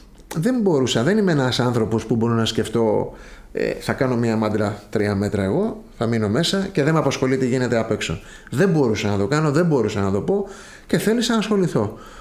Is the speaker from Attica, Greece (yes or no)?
yes; Piraeus, Attica, Greece; moved away as an adult; now in Corfu, Greece; είμαι από τον Πειραιά η καταγωγή. Είμαι καταγωγή από τη Μάνη, γέννημα Θρέμα στον Πειραιά.